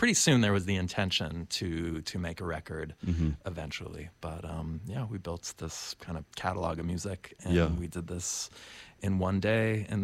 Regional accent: United States; I'm an American Jew

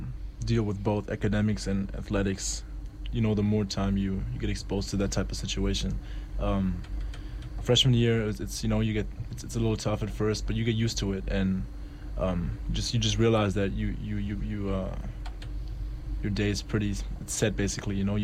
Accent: Berlin, Germany; moved away as an adult; now in New York, United States; I'm from Berlin, you know, it's a city, pretty metropolitan

